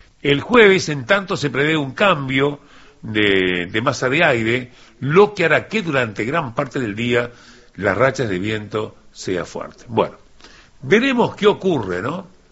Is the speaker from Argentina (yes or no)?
no; Uruguay; Ahora, los uruguayos, cuando no hay trabajo, ¿nos cruzamos de brazos o inventamos algo para hacer?